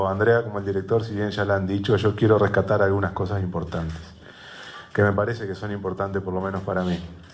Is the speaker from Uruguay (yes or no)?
yes; Uruguay